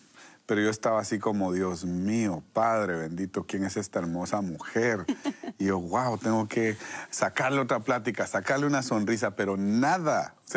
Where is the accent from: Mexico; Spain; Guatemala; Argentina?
Guatemala; Guatemala.